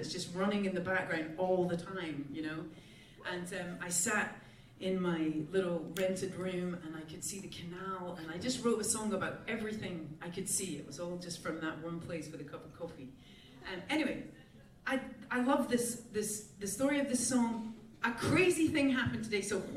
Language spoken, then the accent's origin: English; St Andrews, Scotland, United Kingdom; moved away; I grew up in St. Andrews, Scotland, which is like just a bit smaller than this, like it was 11,000 or something growing up.